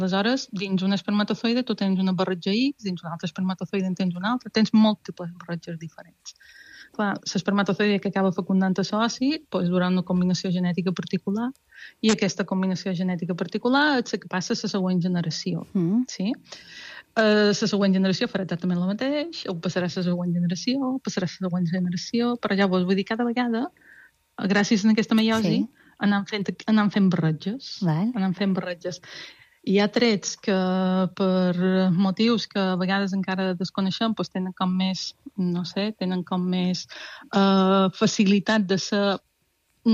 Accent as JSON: {"language": "Catalan", "region": "Balearic Islands", "country": "Spain", "said": "quan viatjava de jove, jo veia gent i pensava, som mallorquins."}